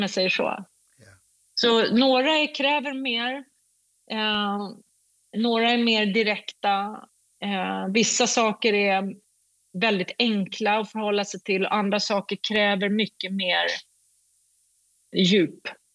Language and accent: Swedish; Sweden; Jag är en svensk kvinna.